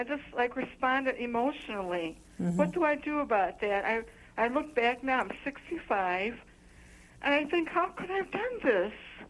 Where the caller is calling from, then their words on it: Chicago, Illinois, United States; from Chicago, Illinois.